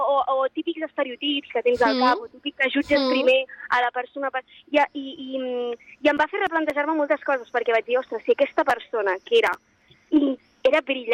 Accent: Vilanova i la Geltrú, Catalonia, Spain; jo estic molt contenta de venir a Sitges, perquè jo soc de Vilanova i la Geltrú.

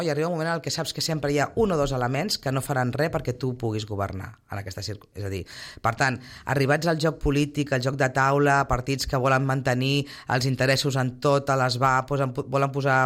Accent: Sitges, Catalonia, Spain; tots som veïns de Sitges, tots som sitgetans

